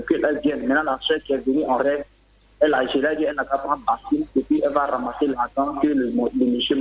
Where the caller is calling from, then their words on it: Abidjan, Côte d’Ivoire; Je vous appelle de Riviera 3.